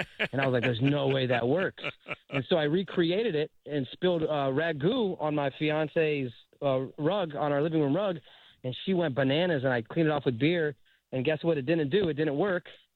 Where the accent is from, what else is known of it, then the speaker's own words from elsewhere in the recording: Tampa, Florida, United States; I'm from Tampa, like I said, and the team I watched before they had the Rays was the Yankees, because we had the Rays.